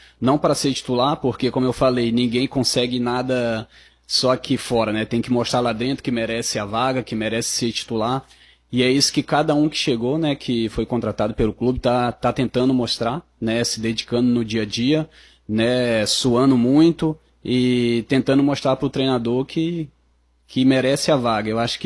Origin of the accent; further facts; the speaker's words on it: Sobral, Ceará, Brazil; also born or lived in Rio de Janeiro; É que eu fui criado em Sobral. Eu nasci no Rio de Janeiro, mas fui criado em Sobral.